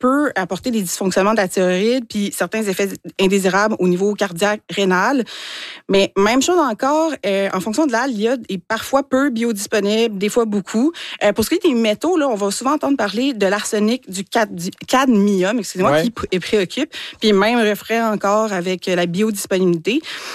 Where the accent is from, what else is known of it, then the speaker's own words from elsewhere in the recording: Quebec, Canada; moi, je suis gaspésienne